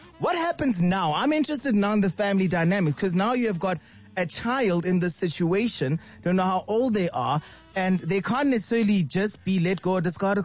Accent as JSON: {"language": "English", "town": "Alberton", "region": "Gauteng", "country": "South Africa", "tie": "born or raised there", "said": "Anyway, we're going to my hometown, Alberton, where all the juicy secrets start."}